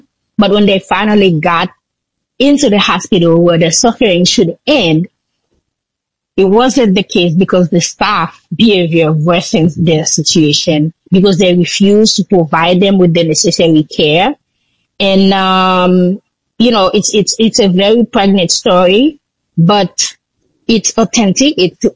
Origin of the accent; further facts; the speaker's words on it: Jacmel, Sud-Est, Haiti; And the road leading to Jacmel, my hometown, was closed through Martisal, which is like, you know, a very big region in Port-au-Prince.